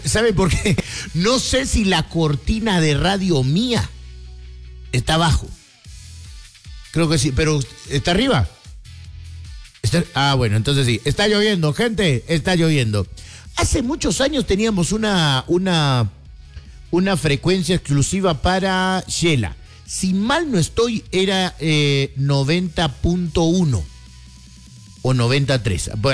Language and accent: Spanish; Atlántico, Colombia; moved away; nosotros venimos de el Atlántico, de la costa atlántica, de allí venimos, entonces nos acostumbraron a plátano frito.